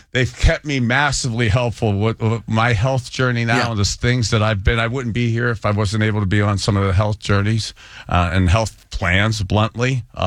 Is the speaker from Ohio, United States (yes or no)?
yes; Ohio, United States; And I love about how I was raised here in Northeast Ohio